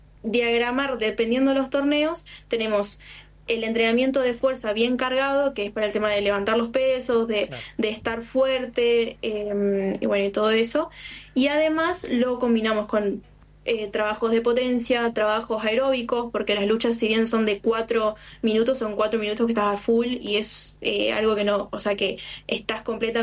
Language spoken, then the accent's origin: Spanish; Cipolletti, Río Negro, Argentina; Sí, Primero que nada, yo soy de Cipolletti.